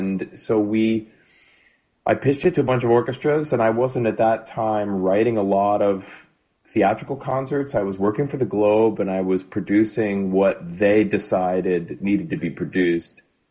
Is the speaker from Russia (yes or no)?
no; Boston, Massachusetts, United States; They're really my home orchestra. I'm from Boston.